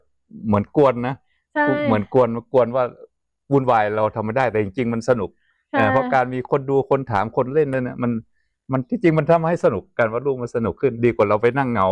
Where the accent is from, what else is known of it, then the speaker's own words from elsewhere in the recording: Chiang Rai, Thailand; เพราะความที่เมื่อก่อนเราอยู่บ้านอยู่เชียงรายเนี่ยชนบทของเราเป็นแบบนี้ไงแต่ตอนนี้มันที่เชียงรายมันหายไปหมด